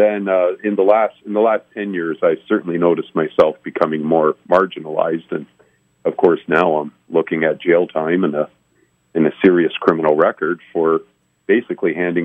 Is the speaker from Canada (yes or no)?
yes; Canada; born there; I am Canadian by birth.